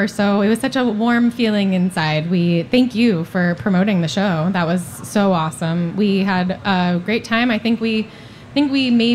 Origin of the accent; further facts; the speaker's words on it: Chatham, New York, United States; now in Los Angeles, United States; I'm from north of New York City in a place called Columbia County near it's called Chatham, New York. We have one stoplight. That's where I grew up. And now I live in Los Angeles